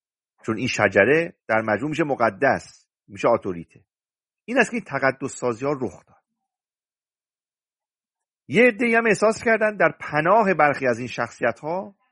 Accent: Iran; ما ایرانیان هم سعی کردیم تن بدیم به این تقدس

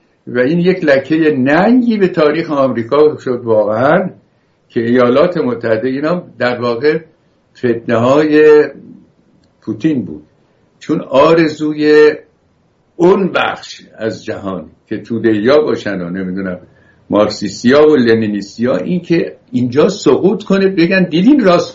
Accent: Iran; moved away as an adult; now in United States

